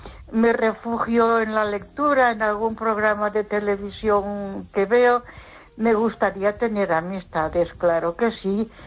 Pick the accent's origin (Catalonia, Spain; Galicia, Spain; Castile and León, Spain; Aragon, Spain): Castile and León, Spain; Ponferrada; de Ponferrada, ¿cómo estás?